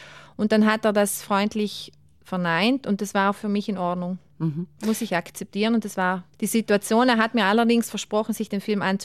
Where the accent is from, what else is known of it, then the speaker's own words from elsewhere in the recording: Ritten, Trentino-Alto Adige, Italy; Ich bin ein Berg, also ich bin ja am Ritten geboren und aufgewachsen.